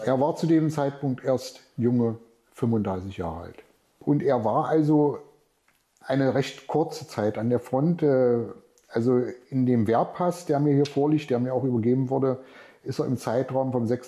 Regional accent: Germany

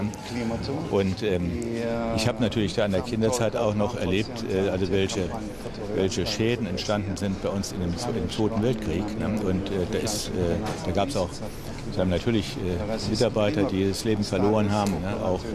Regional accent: Saarland, Germany; ich bin nicht als Deutscher geboren, ich bin im Saarland, ich habe nie den Wohnort gewechselt. Ich bin aber trotzdem nicht als Deutscher geboren, sondern als Saarländer, weil unser kleines Ländchen nach dem Zweiten Weltkrieg eigenständig war, ne, wirtschaftlich an Frankreich gehangen hat.

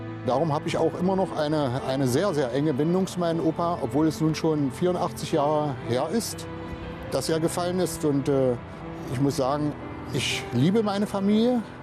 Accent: Germany

